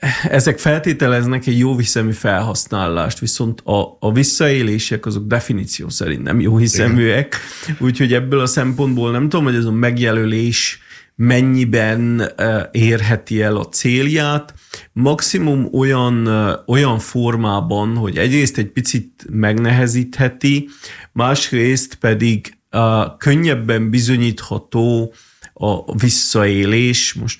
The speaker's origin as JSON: {"language": "Hungarian", "region": "Transylvania", "country": "Romania", "tie": "born or raised there", "also_born_or_lived": "London, United Kingdom", "moved": "as an adult", "lives_now": "Târgu Mureș, Romania", "said": "nem az vonzott vissza Erdélybe, hogy annyira könnyű lenne, hanem messzeletem a szülőföldemet, és itt szeretném felnevelni a gyerekeimet"}